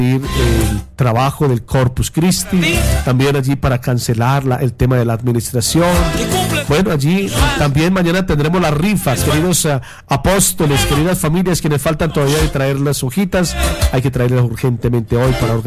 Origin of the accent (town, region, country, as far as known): Colombia